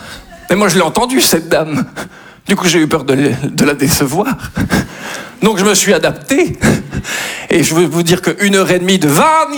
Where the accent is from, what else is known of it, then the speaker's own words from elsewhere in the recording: Belgium; je suis belge.